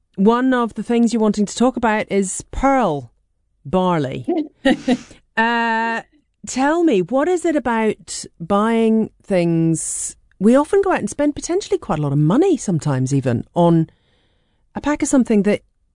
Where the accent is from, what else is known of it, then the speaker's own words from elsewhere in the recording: Scotland, United Kingdom; even though I grew up in Scotland.